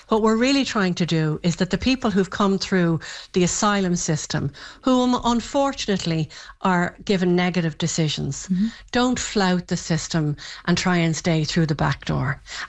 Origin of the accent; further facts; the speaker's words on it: Ireland; We completely agree, and I'm from Ireland.